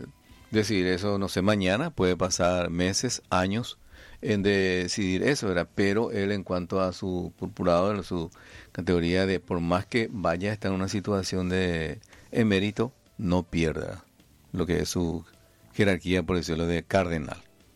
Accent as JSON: {"language": "Spanish", "country": "Paraguay", "said": "Porque así somos los paraguayos, lamentablemente."}